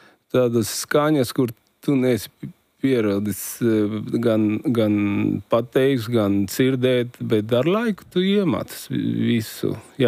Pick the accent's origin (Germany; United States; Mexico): Mexico; Latvian is a second language; moved away as an adult; now in Latvia